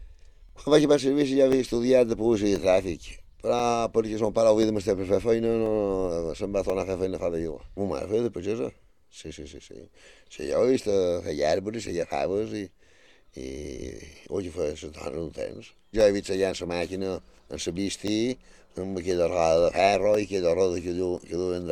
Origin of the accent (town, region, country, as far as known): Balearic Islands, Spain; born there